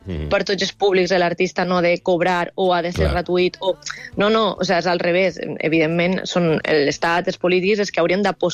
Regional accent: Otos, Valencian Community, Spain; és especial que sigui en el meu poble on he crescut

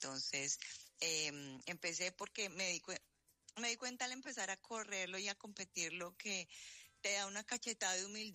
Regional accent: Colombia; pero feliz porque la experiencia me la dio mi tierra, Colombia.

